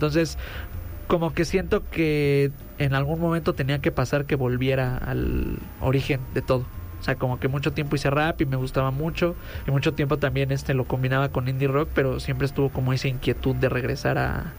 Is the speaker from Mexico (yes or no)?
yes; Acolman, State of Mexico, Mexico; de donde vengo, pues, cada 8 o cada 15 días hay sonideros. O sea, es un pueblo